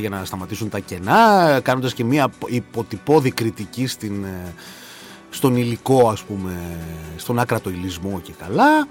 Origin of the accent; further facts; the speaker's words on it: Greece; ως Έλληνες φορολογούμενοι